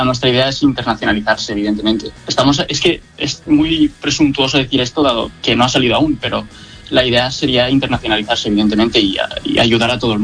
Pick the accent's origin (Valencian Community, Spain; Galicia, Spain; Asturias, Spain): Valencian Community, Spain; Alcoy; moved away as an adult; now in Valencia, Spain